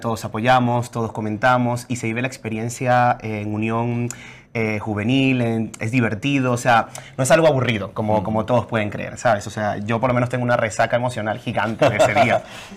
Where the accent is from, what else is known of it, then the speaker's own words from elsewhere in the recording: Venezuela; moved away; Yo por lo menos soy de Venezuela, me llevé mi bandera de mi país